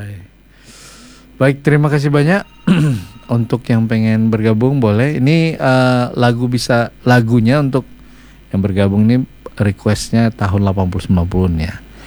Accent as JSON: {"language": "Indonesian", "town": "Medan", "region": "North Sumatra", "country": "Indonesia", "tie": "born or raised there", "also_born_or_lived": "Lhokseumawe", "said": "Lahirku di Aceh lah, Semawe kan, yes. Oh, iya. Besarnya di Medan, kemudian ya itulah kuliahnya di Unimed, gitu."}